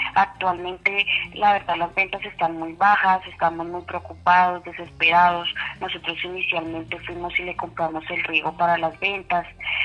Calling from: Medellín, Antioquia, Colombia; Desde Medellín, en el barrio Robledo

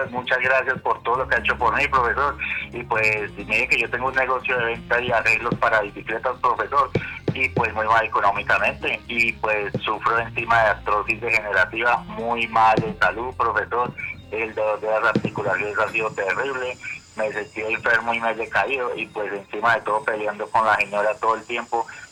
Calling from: Medellín, Antioquia, Colombia; De aquí en Medellín, Antioquia, que es el barrio Buenos Aires

